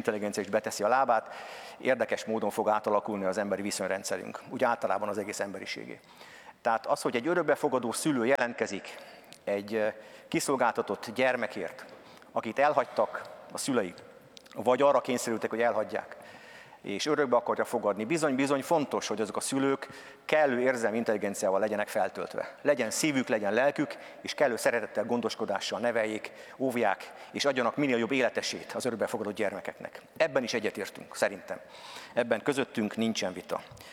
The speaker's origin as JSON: {"language": "Hungarian", "town": "Csepel", "region": "Budapest", "country": "Hungary", "tie": "born or raised there", "said": "én Csepelen nőttem föl, tehát ott jártam általános iskolában, kora gyerekkoromban fölkerültek a szüleim Budapestre, Csepelre"}